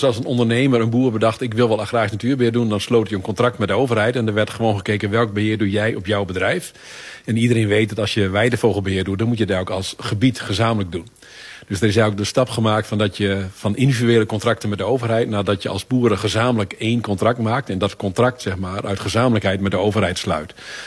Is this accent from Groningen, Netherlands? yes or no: yes; Groningen, Netherlands; in het noorden van Nederland, waar ik vandaan kom, en ik kom uit Groningen